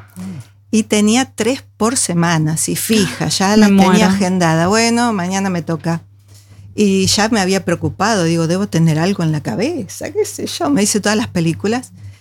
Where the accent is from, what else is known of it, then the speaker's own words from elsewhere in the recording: Buenos Aires, Argentina; Bueno, y además que vengo de la provincia de Buenos Aires, o sea que soy pampeana también.